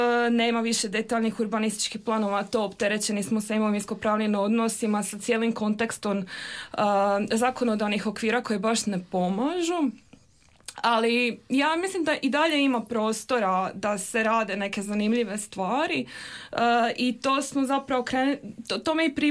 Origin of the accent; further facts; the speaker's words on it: Split, Split-Dalmatia County, Croatia; ja sam iz Splita